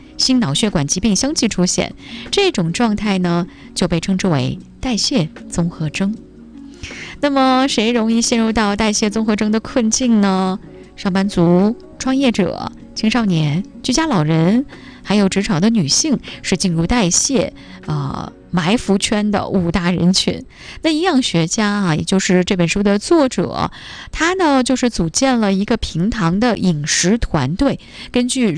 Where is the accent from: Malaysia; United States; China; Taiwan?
China; 我们中国人